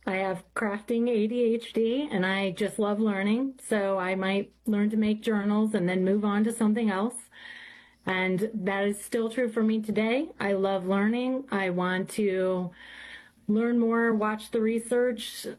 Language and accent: English; Morton, Illinois, United States; I'm from Morton, Illinois, and I am the middle kid.